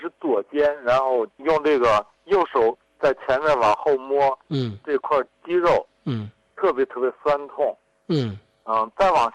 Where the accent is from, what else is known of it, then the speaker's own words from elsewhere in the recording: Handan, Hebei, China; 河北邯郸。